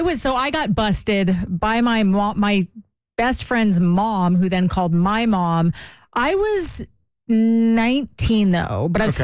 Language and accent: English; Los Angeles, California, United States; I grew up